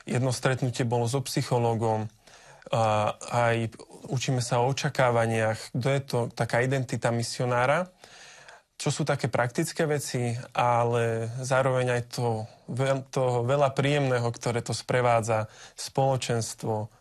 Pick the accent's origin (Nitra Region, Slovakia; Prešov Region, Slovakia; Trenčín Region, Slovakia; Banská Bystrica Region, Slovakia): Trenčín Region, Slovakia; Dubnica nad Váhom; also born or lived in Ilava / Slavnica; narodil som sa v Ilave, ale pochádzam z Dubnice nad Váhom, kde som vlastne aj strávil väčšinu svojho života, kým sme sa nepresťahovali do Slavnice. To je taká priľahlá dedinka.